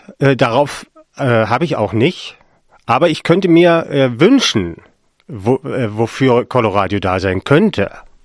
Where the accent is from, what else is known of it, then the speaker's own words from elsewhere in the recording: Hoyerswerda, Saxony, Germany; born there; ich bin in Hoyerswerda geboren